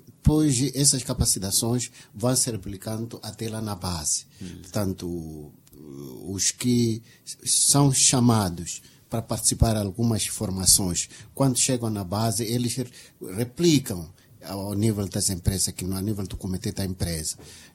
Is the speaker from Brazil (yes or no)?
no; Mozambique